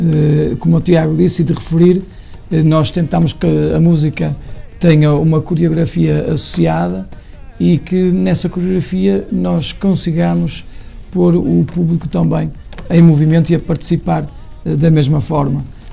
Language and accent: Portuguese; Vila do Conde, Norte, Portugal; eu sou de Vila do Conde